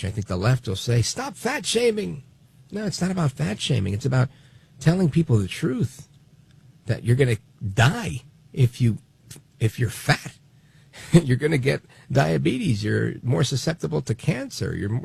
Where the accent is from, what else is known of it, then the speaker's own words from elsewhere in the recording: Brooklyn, New York, United States; born there; My parents are from Puerto Rico. I was born in Brooklyn, but we have one big, happy Puerto Rican family eating pernil, rice, arroz con habichuela